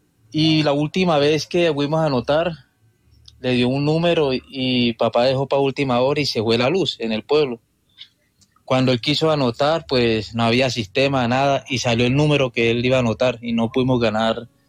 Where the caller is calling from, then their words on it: Bogotá, Colombia; De Bogotá.